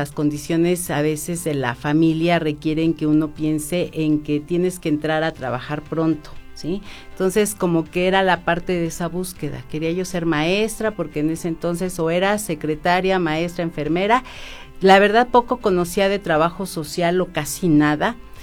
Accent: Tulancingo, Hidalgo, Mexico; tienes conocidos en Tulancingo, porque soy originaria de Tulancingo

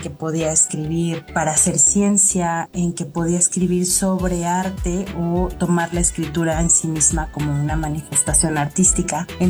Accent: Pachuca, Hidalgo, Mexico; Yo soy originaria de Pachuca

